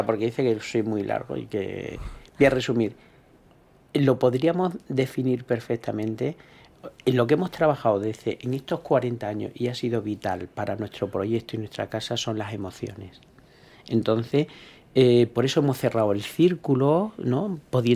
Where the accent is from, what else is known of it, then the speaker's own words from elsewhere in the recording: Extremadura, Spain; cómo somos los extremeños